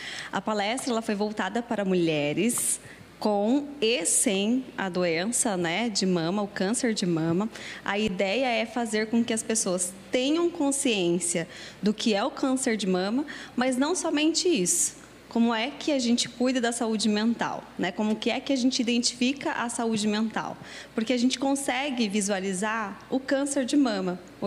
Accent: Campinas, São Paulo, Brazil; Eu sou natural de Campinas.

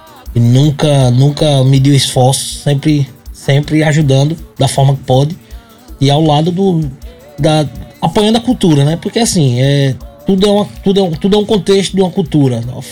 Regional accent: Carira, Sergipe, Brazil; moved away as an adult; now in Itabaiana, Brazil; sou de Carira, hoje moro em Itabaiana há 5 anos.

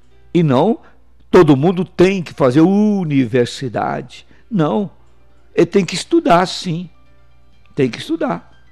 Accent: Bom Despacho, Minas Gerais, Brazil; Somos mineiros, somos brasileiros, somos bondespachenses

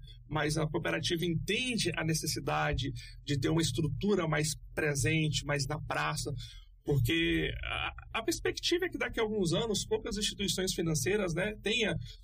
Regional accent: Campos Belos, Goiás, Brazil; Sou de Campos Belos, Goiás, ali divisa com Tocantins, Bahia.

